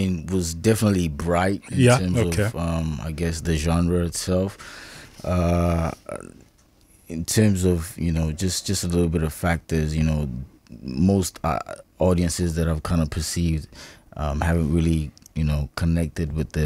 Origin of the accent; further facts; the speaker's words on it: New Zealand; also born or lived in Nigeria; now in Australia; I'm Nigerian born, yeah. New Zealand raised, Afro-inspired artist